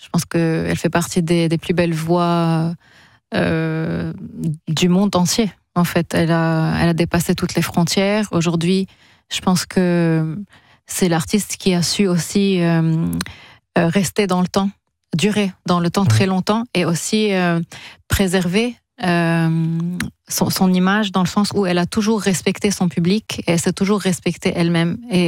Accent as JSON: {"language": "French", "country": "Lebanon", "moved": "yes", "lives_now": "France", "said": "Je suis libanaise aussi"}